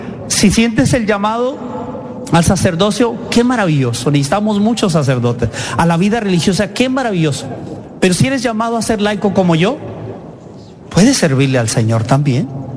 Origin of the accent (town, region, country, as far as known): Mexico